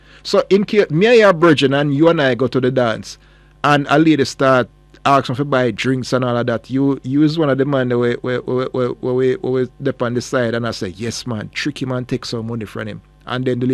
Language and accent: English; Jamaica